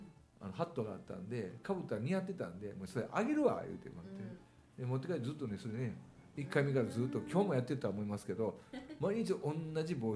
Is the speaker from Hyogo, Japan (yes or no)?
yes; Kobe, Hyogo, Japan; 地元の関西神戸なんですけど